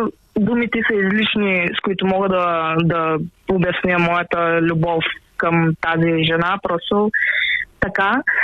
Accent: Karnobat, Burgas Province, Bulgaria; Аз съм от Карнобат.

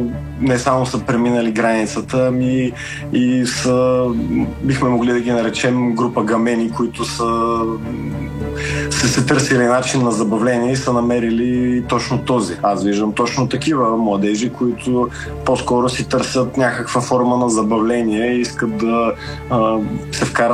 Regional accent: Sofia, Sofia City, Bulgaria; born there; В квартала, където съм роден в София

